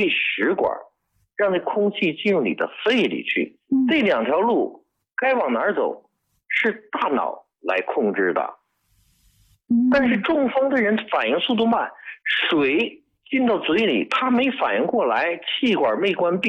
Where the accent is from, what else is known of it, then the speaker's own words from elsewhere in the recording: China; 我们中国人用针灸针砭，